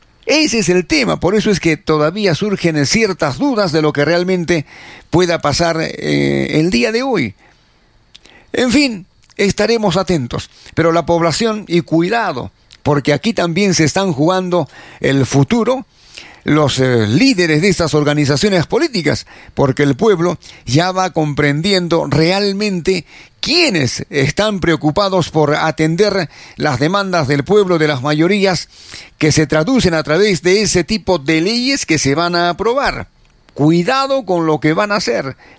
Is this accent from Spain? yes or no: no; Peru; derechos que nos asisten como peruanos, como seres humanos